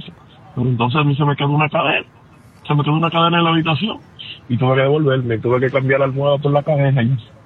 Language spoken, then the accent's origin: Spanish; Santo Domingo, Distrito Nacional, Dominican Republic